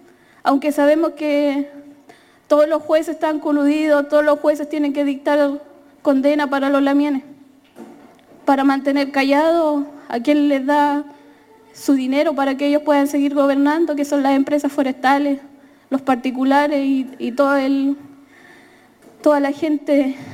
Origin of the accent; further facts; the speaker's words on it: Temucuicui, Araucanía, Chile; Me siento orgullosa de ser de Temucuicú